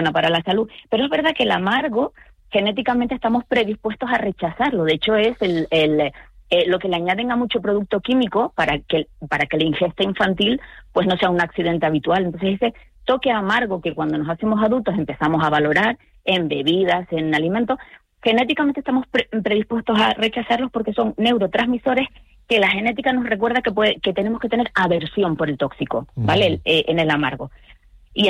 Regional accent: Canary Islands, Spain

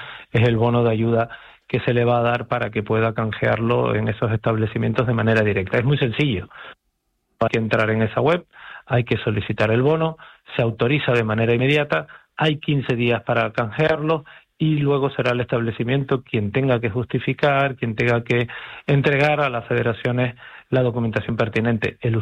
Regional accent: Canary Islands, Spain; Y sí, como canario, yo estoy preocupado de lo que pueda derivar de lo que estamos padeciendo hoy en Ceuta.

